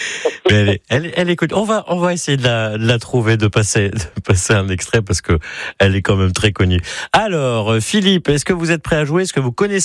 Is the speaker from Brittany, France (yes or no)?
yes; Brittany, France; je viens des Côtes d'Armor aussi